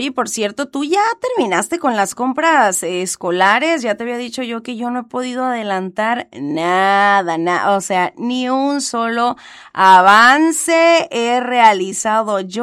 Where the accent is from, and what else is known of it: Mexico